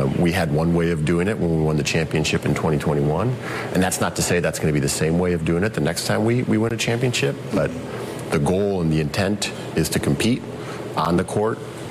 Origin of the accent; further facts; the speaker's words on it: Racine, Wisconsin, United States; I grew up in Racine, Wisconsin, just south of Milwaukee.